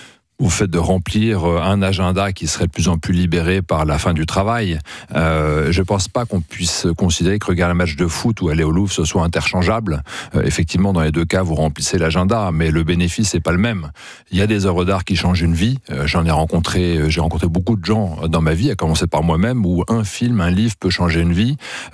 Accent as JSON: {"language": "French", "country": "France", "said": "On est français, pourquoi ? Pas parce qu'on parle français uniquement ou qu'on a un passeport français."}